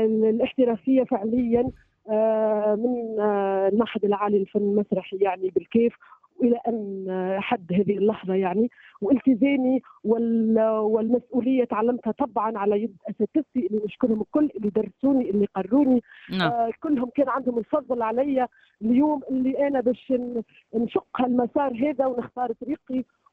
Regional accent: Tunisia; يكاد الجمهور لا يعرف اللي انا تونسية او عمانية،

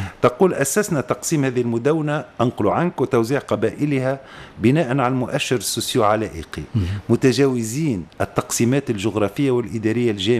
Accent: southern Tunisia, Tunisia; أنا من الجنوب

